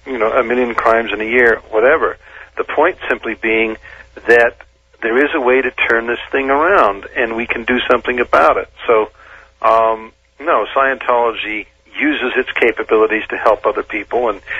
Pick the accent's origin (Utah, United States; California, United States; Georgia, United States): Utah, United States; I've experienced and watched that sort of thing in Utah when I grew up.